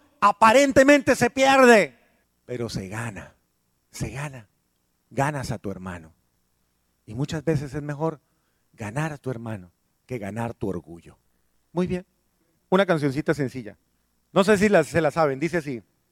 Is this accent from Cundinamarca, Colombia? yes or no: no; Bogotá, Colombia; moved away; en Bogotá, en mi tierra